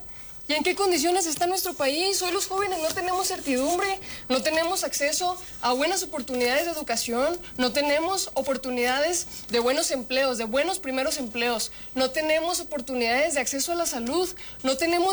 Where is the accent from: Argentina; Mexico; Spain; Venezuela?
Mexico; son pocos los logros que como mexicanas y como mexicanos pudiéramos reconocer.